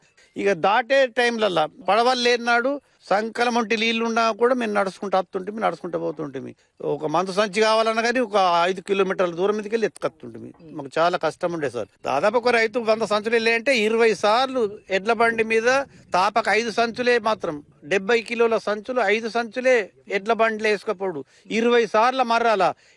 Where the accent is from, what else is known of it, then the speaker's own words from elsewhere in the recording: Badanakurthi, Telangana, India; ఇది బ్రిటిష్ పరిపాలన అప్పటి నుంచే ఉందట మా ఊరు.